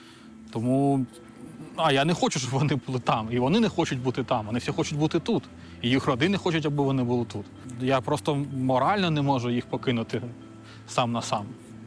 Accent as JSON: {"language": "Ukrainian", "region": "Donetsk Oblast", "country": "Ukraine", "said": "Ну, дивіться, я сам з Донецької області."}